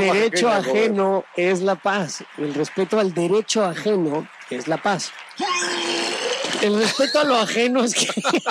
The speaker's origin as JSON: {"language": "Spanish", "country": "Mexico", "moved": "yes", "lives_now": "United States", "said": "Yo soy una persona que emigró a los Estados Unidos, bueno, voy y vengo, trabajo en México, ahí gano mi dinero, pero vivo"}